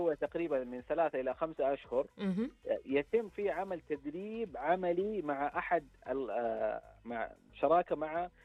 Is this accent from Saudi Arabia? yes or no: yes; Mecca, Makkah Province, Saudi Arabia; عندنا في مكة